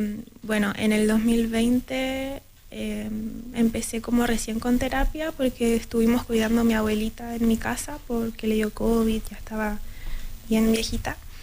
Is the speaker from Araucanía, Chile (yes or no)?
no; San Vicente de Tagua Tagua, O'Higgins, Chile; moved away as an adult; now in Santiago, Chile; yo soy de San Vicente, de Tahuatahua. Me vine a la universidad